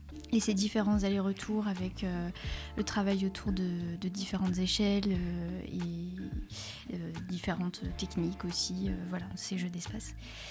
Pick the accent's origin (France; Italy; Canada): France; Saint-Nazaire, Pays de la Loire; moved away as an adult; also born or lived in Caen / Brussels; now in Clermont-Ferrand, France; je suis pas de Clermont, je viens de Saint-Nazaire, en Loire-Atlantique. Et donc après, je suis partie à Caen pour la licence.